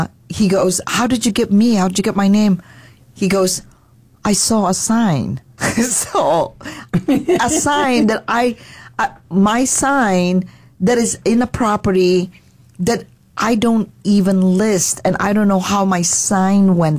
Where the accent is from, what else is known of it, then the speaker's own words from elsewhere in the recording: Philippines; Well, tell her I'm Filipino, so she's probably going to like that.